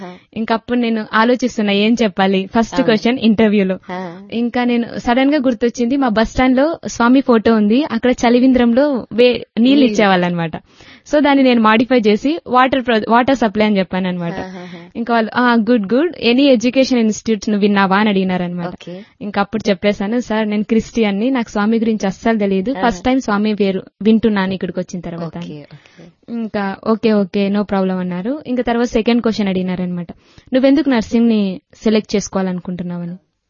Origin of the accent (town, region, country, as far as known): Andhra Pradesh, India; born or raised there